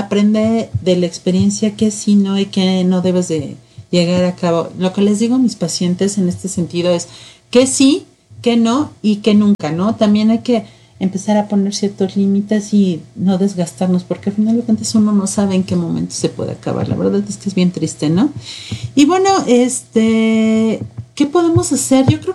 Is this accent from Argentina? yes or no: no; Mexico; Sobre todo cuando somos mexicanos, que nuestras preocupaciones y emociones es a través de la comida, ¿no?